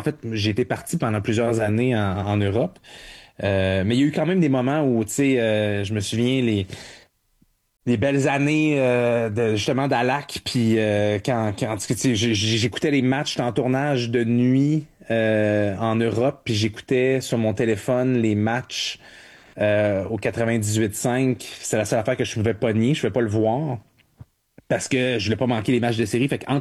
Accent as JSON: {"language": "French", "town": "Montreal", "region": "Quebec", "country": "Canada", "tie": "born there"}